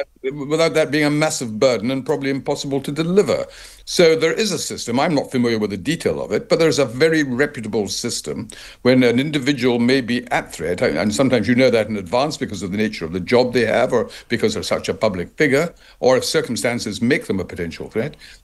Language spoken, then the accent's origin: English; Scotland, United Kingdom; born there; now in London, United Kingdom; I'm a Scotsman living in London. I have no... My father was Scottish, my mother was English.